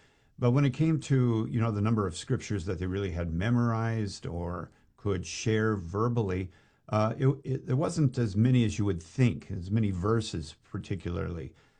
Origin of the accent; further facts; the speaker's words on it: Minneapolis, Minnesota, United States; I grew up Catholic in the Twin Cities, Minneapolis, St. Paul, and a very average Catholic life